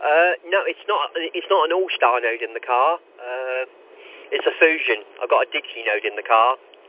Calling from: Chippenham, South West England, United Kingdom; I'm not far from Chippenham at the moment, and I think there's a link, an MB7 link, probably about 4 miles away.

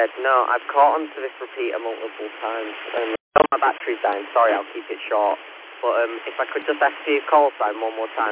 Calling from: Audenshaw, North West England, United Kingdom; I'm transmitting from Audenshaw in Manchester.

